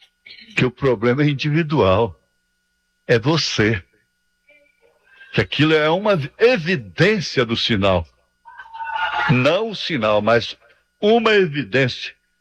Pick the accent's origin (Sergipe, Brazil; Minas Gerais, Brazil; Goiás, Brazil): Goiás, Brazil; Trindade; lá na minha cidade, Trindade, minha cidade natal.